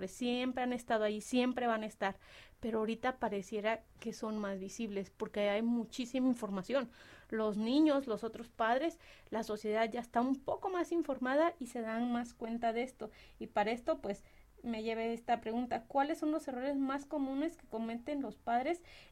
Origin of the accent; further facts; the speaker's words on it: Uruapan, Michoacán, Mexico; yo soy de Uruapan